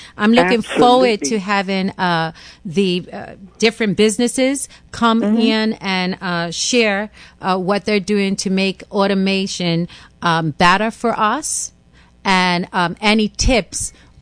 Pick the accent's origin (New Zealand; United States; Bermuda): Bermuda; But do I want the automation to talk in our Bermudian vernacular?